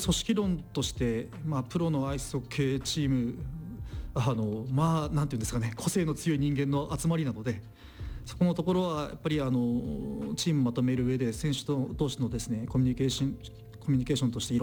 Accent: Tomakomai, Hokkaido, Japan; also born or lived in Anyang, South Korea / Tokyo; now in Nikko, Japan; 地元の生まれも育ちも、まあ北海道の苫小牧ですんで、まあふるさとといえばふるさとですし

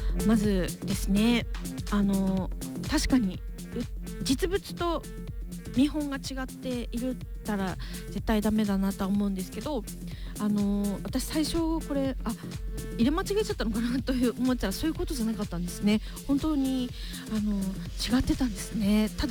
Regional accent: Shiga, Japan; also born or lived in Kanto; 自分は関東生まれですが高校は滋賀県だったんですよ

